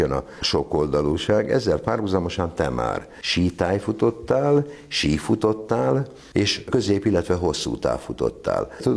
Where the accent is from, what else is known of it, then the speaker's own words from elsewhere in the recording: Hungary; kérdezte, hogy de donde señor? És mondtam neki, hogy de Hungria.